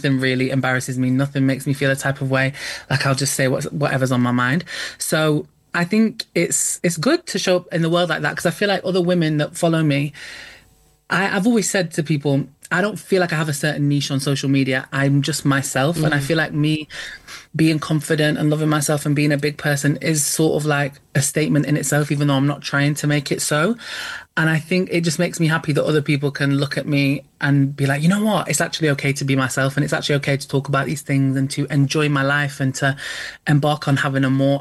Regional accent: United Kingdom; I mean, I think as British people in general, sex in itself is extremely taboo

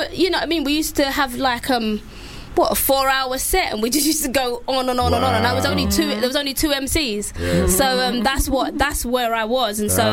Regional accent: Stepney, London, United Kingdom; That's why I grew up in Stepney when everyone was doing grime and garage and continued to do hip hop.

